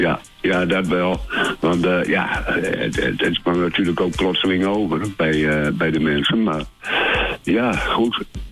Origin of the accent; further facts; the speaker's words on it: Netherlands; Nee, ik ben uit Nederland wel, maar